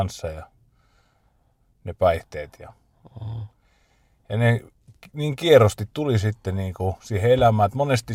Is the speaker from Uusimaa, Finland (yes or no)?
yes; Espoo, Uusimaa, Finland; moved away; mä oon kasvanut tuolla Espoon keskustassa Suvelassa, että oikein semmoisessa hienossa slummialueella.